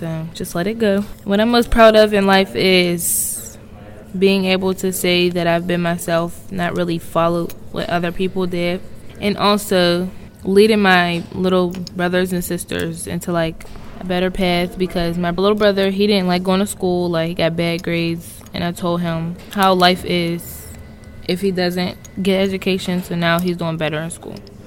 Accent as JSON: {"language": "English", "town": "Pittsburgh", "region": "Pennsylvania", "country": "United States", "tie": "born or raised there", "said": "I grew up on the east side in Homewood. It wasn't really a nice neighborhood, but it was a neighborhood. Back in the day, it wasn't as bad as it looks now, but it's still the same."}